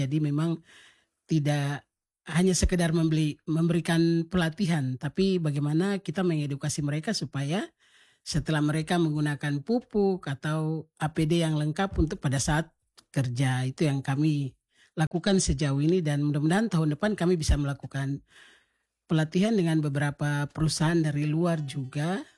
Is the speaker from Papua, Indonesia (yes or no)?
yes; Papua, Indonesia; kita orang asli Papua